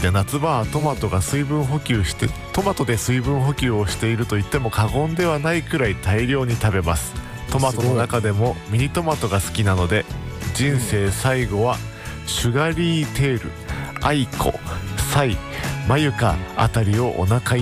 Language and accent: Japanese; Saitama, Japan; 僕も埼玉なんだけど、まあ、両親が埼玉出身じゃないからさ